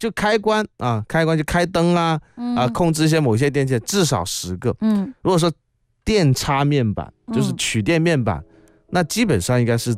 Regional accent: Guangzhou, Guangdong, China; accent: Cantonese (Guangzhou); 我哋广州话咩

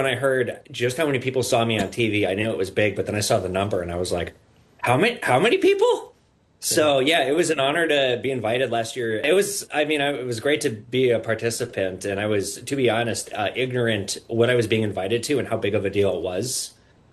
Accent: Minnesota, United States; I'm from the Midwest, what was considered a flyover state, and I was the center of international news, Minnesota.

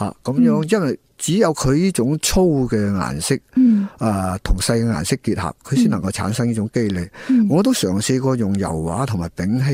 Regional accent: China; 但系咧，我哋中国人画呢种画嘅时候咧，仲系会将细色，譬如十毫以上嗰啲颜色咧、啊，当水粉咁样啊，将佢调配下。

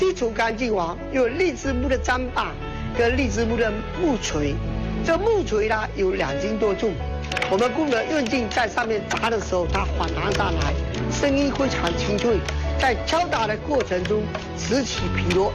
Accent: Fuzhou, Fujian, China; 我们福州人就是包肉宴，一家人也围坐在一起。

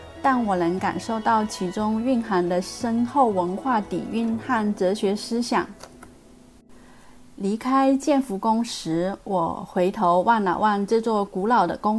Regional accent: Taiwan; 。在台北时，若是周末无事，我喜欢约上一班朋友去爬山

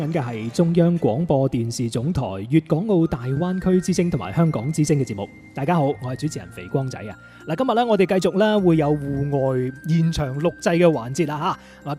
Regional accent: Maoming, Guangdong, China; 我都系茂名人。

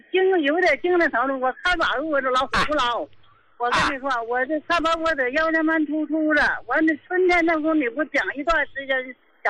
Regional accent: Qingdao, Shandong, China; 我是青岛的。

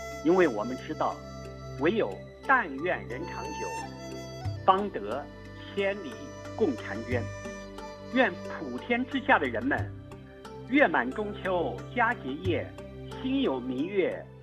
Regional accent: China; 我们中国人不能将月亮从精神世界里赶出去

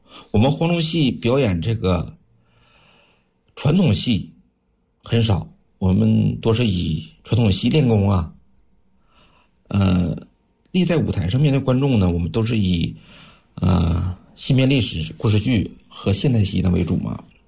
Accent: Northeast China, China; 东北农村呢更能代表我们东北人的性格东北的风貌东北人的这种深情和执着淳朴

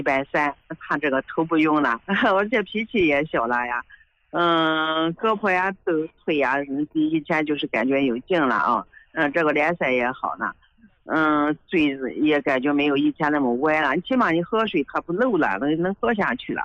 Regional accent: Baoji, Shaanxi, China; 啊，我是陕西宝鸡的。

